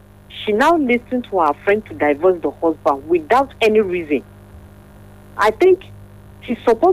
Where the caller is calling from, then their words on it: Amsterdam, North Holland, Netherlands; from Amsterdam.